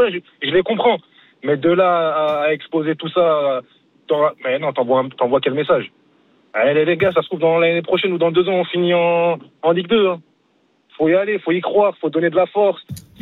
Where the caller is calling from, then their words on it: Saint-Denis, Île-de-France, France; J'habite à Paris, à Saint-Denis exactement